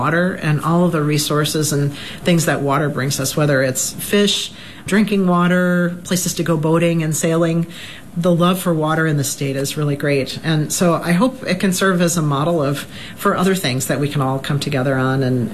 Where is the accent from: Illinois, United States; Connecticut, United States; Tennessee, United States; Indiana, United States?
Illinois, United States; now in Wisconsin, United States; now I know I'm from Illinois, I hope people don't hold that against me